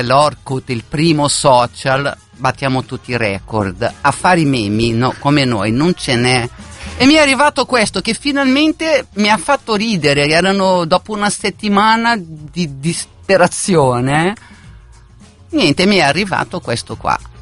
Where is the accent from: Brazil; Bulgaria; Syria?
Brazil; now in Italy